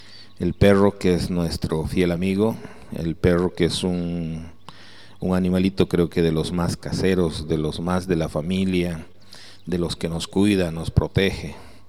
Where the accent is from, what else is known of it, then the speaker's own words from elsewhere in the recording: Bolivia; así somos los bolivianos